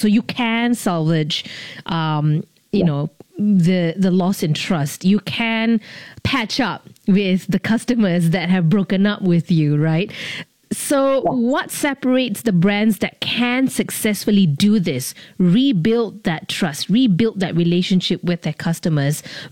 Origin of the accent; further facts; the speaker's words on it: Singapore; Sound like all my exes will totally agree that I am very Singaporean in that respect.